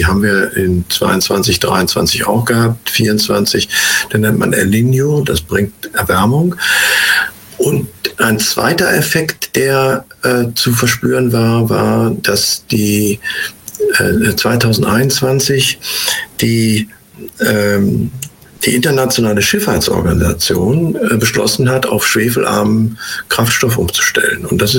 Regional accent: North Rhine-Westphalia, Germany; moved away; zu unserer Zeit, als wir noch in der Jugend, in den 50er Jahren im Ruhrgebiet waren

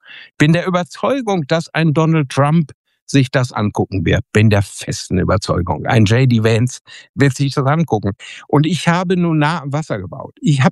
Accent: Bünde, North Rhine-Westphalia, Germany; in Bünde in Westfalen, in meiner Heimat, viele unserer Zuschauer hoffentlich treffen werde

